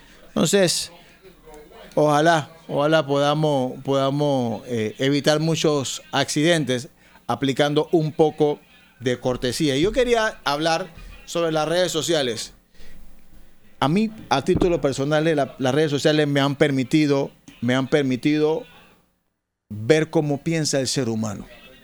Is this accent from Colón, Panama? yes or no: yes; Colón, Panama; como colonense, como persona, como panameño